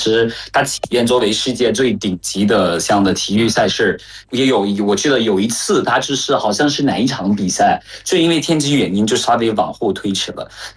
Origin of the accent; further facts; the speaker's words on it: Cameroon; Chinese is a second language; 我是来自喀麦隆的